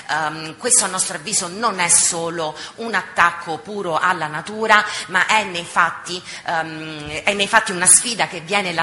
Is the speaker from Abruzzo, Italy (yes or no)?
yes; Abruzzo, Italy; io sono abruzzese